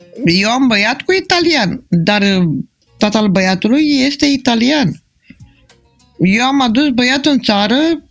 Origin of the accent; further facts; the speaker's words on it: Romania; eu sunt româncă, de la Neamărid.